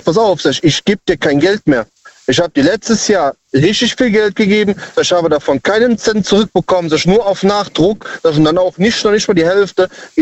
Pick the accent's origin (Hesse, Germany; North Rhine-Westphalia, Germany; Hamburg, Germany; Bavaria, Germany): North Rhine-Westphalia, Germany; Cologne; Aus Köln.